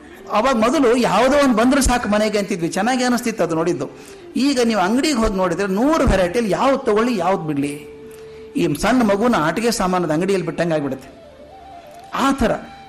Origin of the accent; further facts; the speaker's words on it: Bijapur district, Karnataka, India; ನಾನು ಬಿಜಾಪುರ ಜಿಲ್ಲೆಯಲ್ಲಿ ಬೆಳೆದವನು